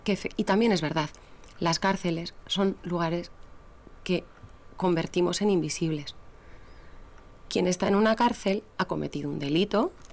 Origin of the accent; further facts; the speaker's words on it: Basque Country, Spain; born there; Mi ama es gallega y mi aita es leonés. Yo nací aquí en Euskadi.